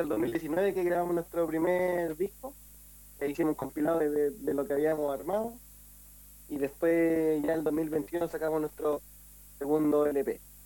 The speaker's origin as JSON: {"language": "Spanish", "town": "Viña del Mar", "region": "Valparaíso", "country": "Chile", "said": "somos aquí de los Cerros de Viña del Mar. Estamos representando nuestros barrios."}